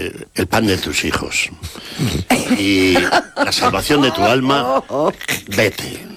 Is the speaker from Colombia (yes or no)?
no; Silos, Castile and León, Spain; felicitarte porque has hecho un panegírico de mi tierra en el cementerio legendario de Silos.